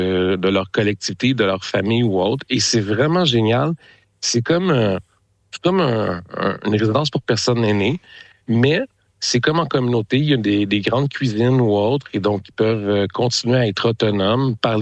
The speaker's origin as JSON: {"language": "French", "region": "Quebec", "country": "Canada"}